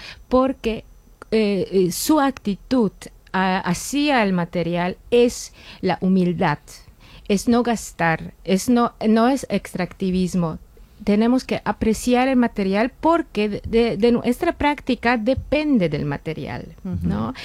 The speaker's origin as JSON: {"language": "Spanish", "town": "Kraków", "region": "Lesser Poland", "country": "Poland", "second_language": "Spanish", "moved": "yes", "lives_now": "Madrid, Spain", "said": "yo vengo ahora de Madrid, pero yo soy de Cracovia, entonces del sur de Polonia"}